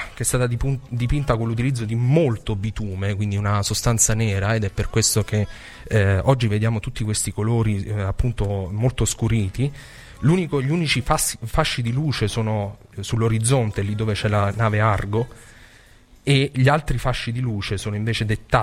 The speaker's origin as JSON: {"language": "Italian", "region": "Abruzzo", "country": "Italy", "said": "Io sono abruzzese"}